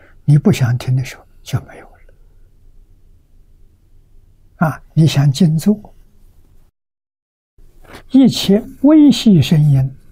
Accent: China; 这是我们中国人所谓的感动天地。

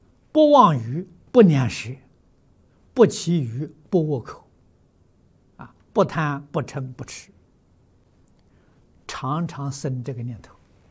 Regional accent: China; 我们中国人常常讲的回首如意啊

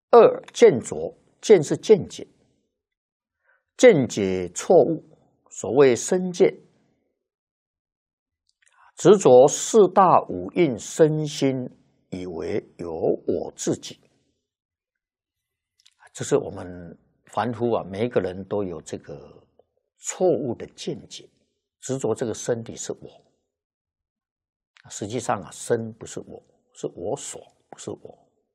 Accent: China; 就是我们中国人常讲的啊，这个年头不好啊

